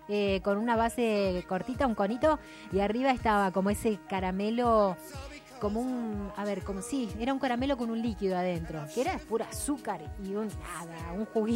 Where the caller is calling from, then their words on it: Cipolletti, Río Negro, Argentina; de Chipoleti, del barrio San Pablo 062